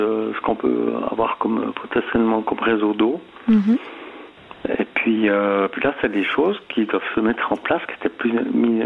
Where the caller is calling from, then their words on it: Auvergne-Rhône-Alpes, France; je suis depuis ma véranda d'Auvergne